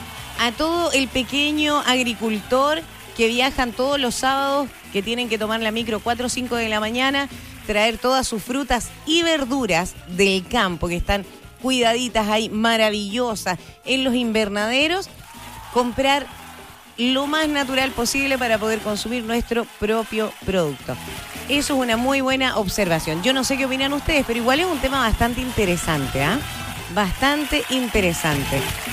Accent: Chile; nosotros como chilenos tenemos que comprar neumático de otros países

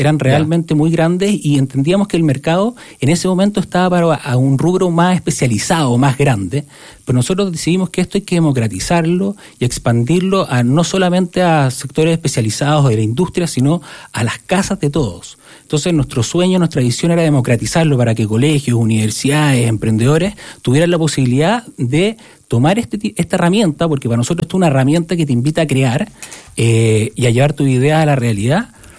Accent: Chile; vengo de Chile

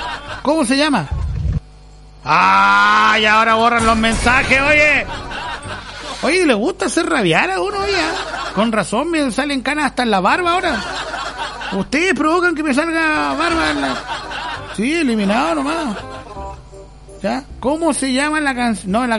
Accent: Chile; Sí, porque así somos los chilenos, así somos.

